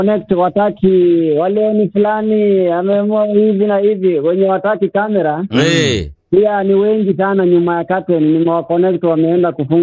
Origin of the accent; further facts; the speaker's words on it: Moyale, Marsabit County, Kenya; now in Nairobi, Kenya; Nyumbani ni Moyale, lakini mimi ni mtu wa Nairobi, Kayole.